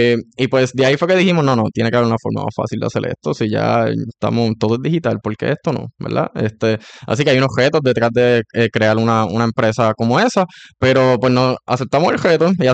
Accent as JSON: {"language": "Spanish", "town": "Toa Alta", "country": "Puerto Rico", "also_born_or_lived": "Mayagüez", "said": "soy de Toa Alta y de Mayagüez. Se me hace difícil escoger entre esas dos."}